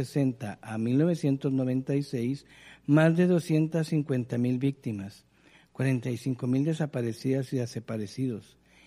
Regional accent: Guatemala; soy psicólogo guatemalteco

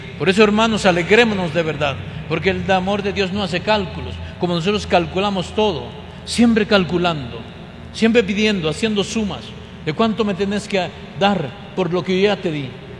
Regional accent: Cobán, Alta Verapaz, Guatemala; los cobaneros, nosotros

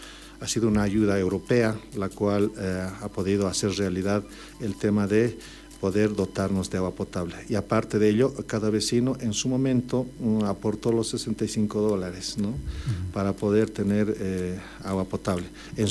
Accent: Oruro, Bolivia; aquí somos muchos, también somos orureños

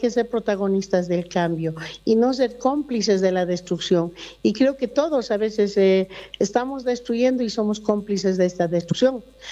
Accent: Llallagua, Potosí, Bolivia; Yo soy de Llallagua, así que a mí me da mucha pena tener que ver así mi Llallagua.

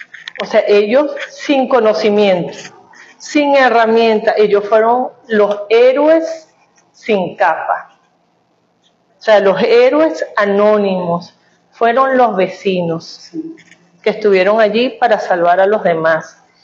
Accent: Venezuela; nosotros no tenemos también eso como venezolanos

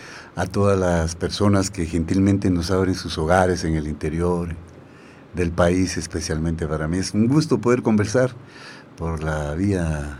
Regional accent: Quetzaltenango, Guatemala; Yo no nací en Xela, pero crecí ahí.

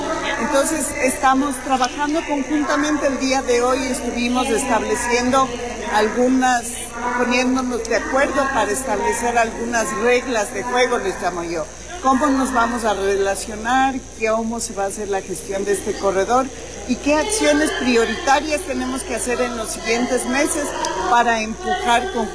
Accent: Ecuador; Suena un poquito difícil, pero yo soy ecuatoriana.

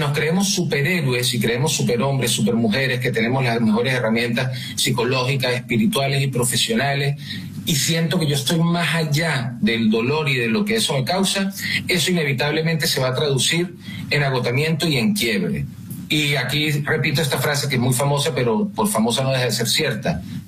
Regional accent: Venezuela; moved away

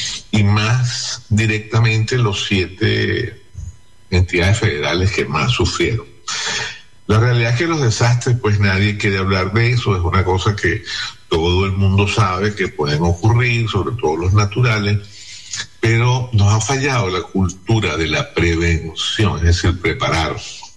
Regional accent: Venezuela

